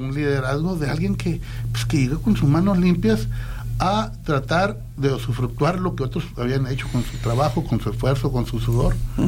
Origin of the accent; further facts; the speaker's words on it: Sonora, Mexico; Que le debo yo como sonorense, yo no le debo.